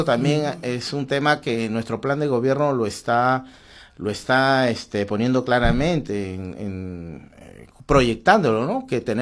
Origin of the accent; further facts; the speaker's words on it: Peru; por respeto a nosotros mismos como peruanos